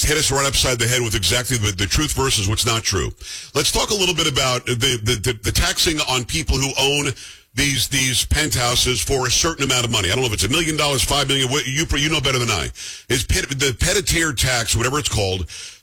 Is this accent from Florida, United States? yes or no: no; New York, United States; I'm from Metro New York originally.